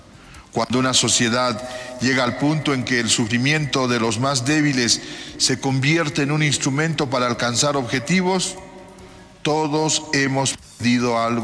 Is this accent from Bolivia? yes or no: yes; Bolivia; este tiempo debe convertirse en una ocasión para hacer un examen de conciencia como bolivianos.